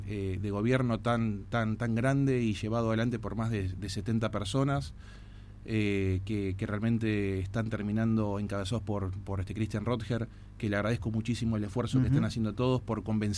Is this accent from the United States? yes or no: no; Tierra del Fuego, Argentina; para todos nosotros que somos los fueguinos